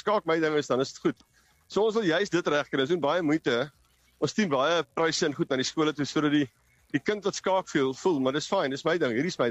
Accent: Potchefstroom, North West, South Africa; ek kom nou van Potchef, ek was lank in my lewe in Potchef

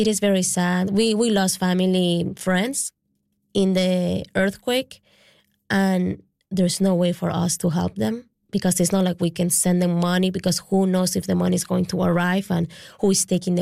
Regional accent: Venezuela; now in Canada; Like, I'm here in Newfoundland, but I'm from Venezuela, and those are my people, and I want to be there to help.

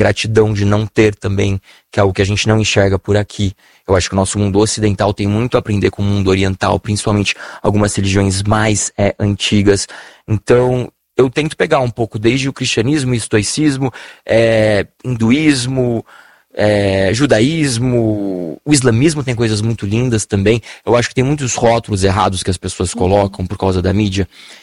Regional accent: Vila Militar, Brazil; é muito legal aqui eu crescendo na Vila Militar

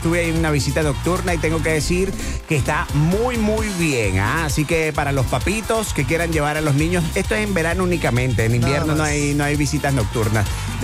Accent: Venezuela; Soy el venezolano con mayor aceptación después de don Andrés Bello en el billete de 20.000.

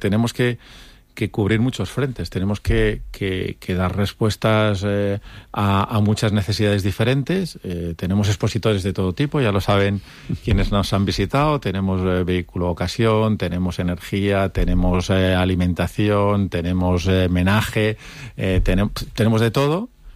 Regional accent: Cantabria, Spain; de mi tierra, los sobaos y las anchoas de Cantabria

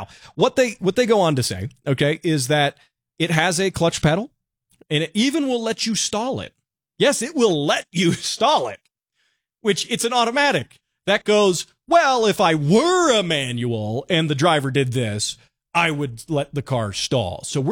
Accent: United States; as an upstanding American citizen

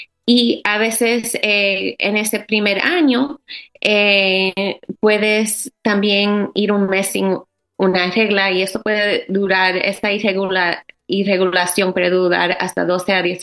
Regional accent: New York, United States; born there; moved away as an adult; now in Lehigh Valley, United States; Yo soy de Nueva York, yo soy puertorriqueña y dominicana. Mi mamá es puertorriqueña, mi papá es dominicano. Yo nací aquí en Nueva York. Y yo vine aquí al Lehigh Valley ya hace 6 años.

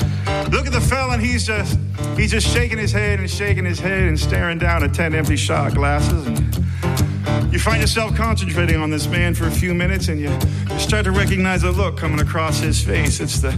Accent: Perth-Andover, New Brunswick, Canada; beautiful St. John River Valley, and you come across this tiny town called Perth Andover. That's my hometown.

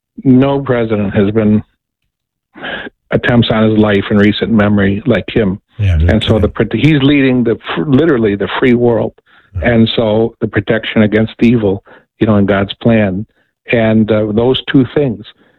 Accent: United States; as an American, as an Italian American

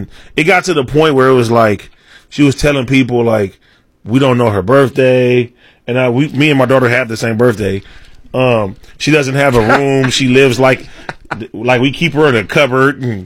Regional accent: Compton, California, United States; I'm from Compton, California.

